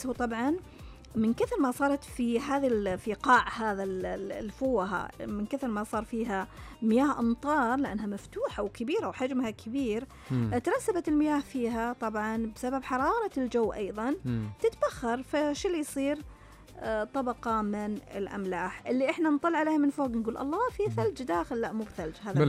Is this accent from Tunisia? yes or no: no; Saudi Arabia; عندنا في السعودية.